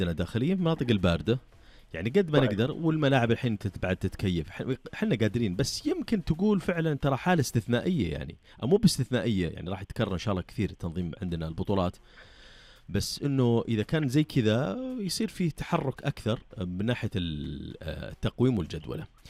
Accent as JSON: {"language": "Arabic", "country": "Saudi Arabia"}